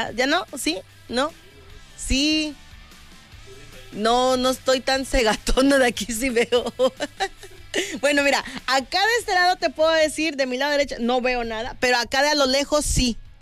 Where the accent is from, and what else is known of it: Mexico